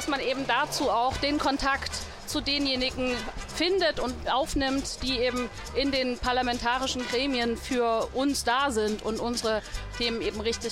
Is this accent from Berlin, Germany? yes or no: no; Erfurt, Thuringia, Germany; ich komme aus Erfurt.